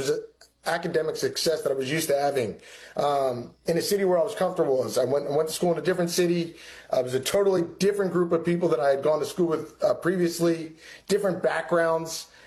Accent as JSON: {"language": "English", "town": "Philadelphia", "region": "Pennsylvania", "country": "United States", "said": "Yeah, from Philadelphia, Pennsylvania, Northeast Philly to be specific. I'm the oldest of three boys."}